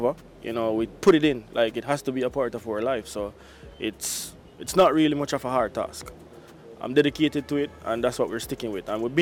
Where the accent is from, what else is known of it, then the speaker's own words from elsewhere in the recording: Jamaica; and you know, the hardcore dancehall as a Jamaican DJ, I like playing that for the people.